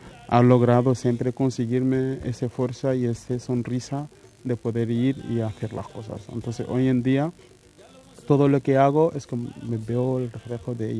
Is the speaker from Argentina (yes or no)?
no; Senegal